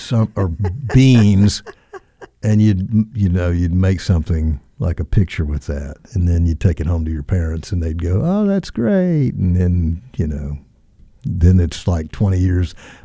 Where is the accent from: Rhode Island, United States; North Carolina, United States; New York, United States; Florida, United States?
North Carolina, United States; I was born in 1957 when smoking was a lot more, you know, bigger deal than it. And I'm from North Carolina, too.